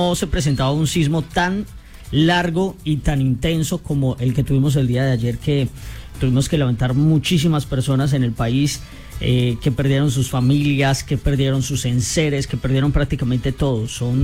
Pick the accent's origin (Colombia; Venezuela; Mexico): Colombia